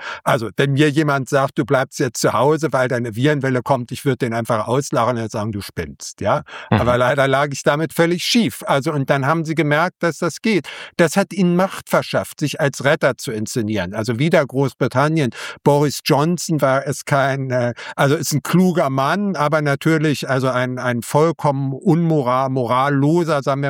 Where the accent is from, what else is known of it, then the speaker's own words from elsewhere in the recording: Berlin, Germany; born there; Also wir sind, wie gesagt, wieder beide Jahrgang 66. Ich bin in West-Berlin geboren, also hatte das Glück, auf der westlichen und nicht der östlichen Seite geboren zu werden.